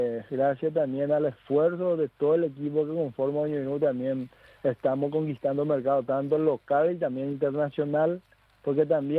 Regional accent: Paraguay; yo diría también a todo lo que son nuestra cultura, tradiciones como paraguayo

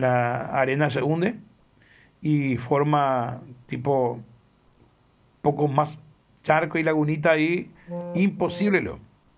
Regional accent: Pilar, Ñeembucú, Paraguay; nosotros que somos acá de Pilar

